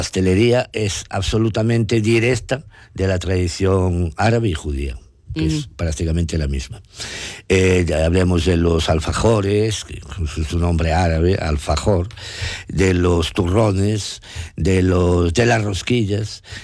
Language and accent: Spanish; Ourense, Galicia, Spain; moved away as an adult; also born or lived in Canada / Colombia / Mexico; now in Ribadavia, Spain; llevaba realmente 14, casi 14 y medio, casi 15 años fuera de mi tierra, de España y de Galicia particularmente, y de mi Orense